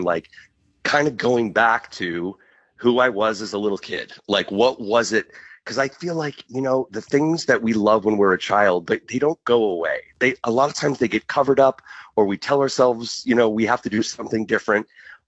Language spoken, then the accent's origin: English; Long Island, New York, United States; now in Los Angeles, United States; I'm from Long Island, New York. I moved to Los Angeles